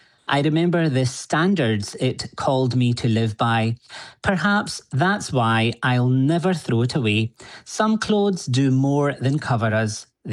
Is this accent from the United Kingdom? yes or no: yes; Glasgow, Scotland, United Kingdom; Growing up on the Toonhead Council estate in Glasgow